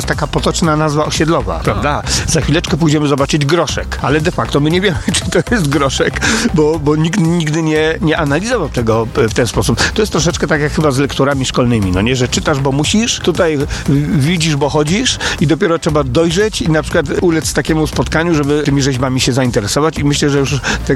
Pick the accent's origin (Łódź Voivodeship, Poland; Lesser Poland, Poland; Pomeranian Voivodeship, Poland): Lesser Poland, Poland; Kraków; jak o sobie mówię, jestem rodowitym mieszkańcem Nowej Huty.